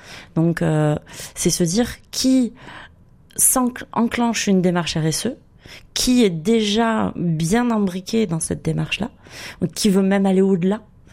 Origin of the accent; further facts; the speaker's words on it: Montpellier, Occitanie, France; also born or lived in London; Alors moi, j'ai grandi à Montpellier Trouver du travail ici, c'était assez compliqué, puisque l'Hérault faisait partie du top 3 du chômage en France.